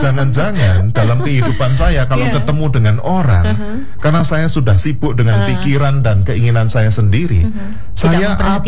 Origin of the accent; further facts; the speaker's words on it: Kediri, East Java, Indonesia; moved away as an adult; now in Surabaya, Indonesia; saya itu asli dari Kediri Pak. Walaupun sudah 21 tahun di Surabaya. Asli saya Kediri. Dan saya diasuh di lingkungan yang ya 99,99% tuh muslim.